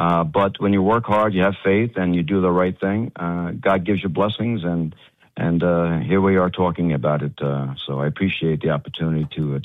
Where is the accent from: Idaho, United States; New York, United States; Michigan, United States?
New York, United States; Yeah, I'm from Long Island.